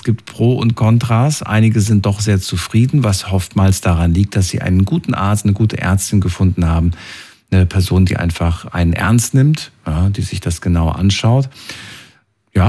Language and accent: German; Germany; born there